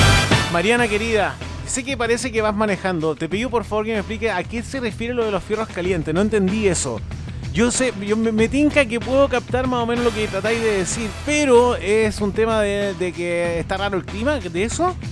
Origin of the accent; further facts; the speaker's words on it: Talca, Maule, Chile; moved away; Ustedes saben que soy de Talca